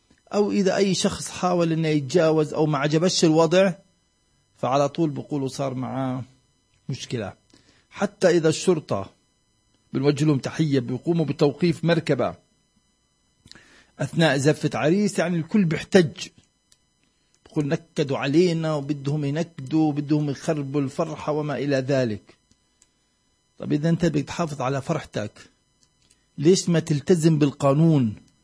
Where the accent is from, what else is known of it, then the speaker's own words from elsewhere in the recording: Palestine; وشو اللي بيصير معنا كفلسطينيين؟